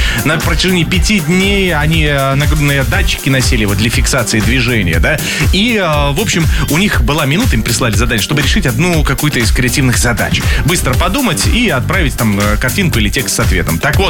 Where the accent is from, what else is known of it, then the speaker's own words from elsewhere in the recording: Yaroslavl, Yaroslavl Oblast, Russia; Я из Ярославля, да, у меня другие традиции.